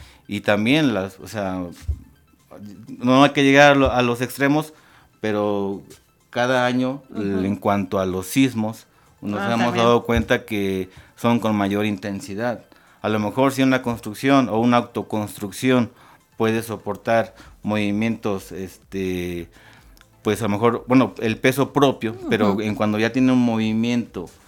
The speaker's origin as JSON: {"language": "Spanish", "town": "Jalacingo", "region": "Veracruz", "country": "Mexico", "said": "yo soy de Jalacingo y prácticamente es el mismo clima, muy, muy parecido."}